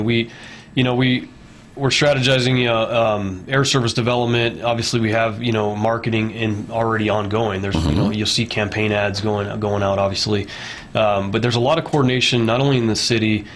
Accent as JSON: {"language": "English", "region": "New Mexico", "country": "United States", "said": "I'm from New Mexico originally, had left for a while, came back."}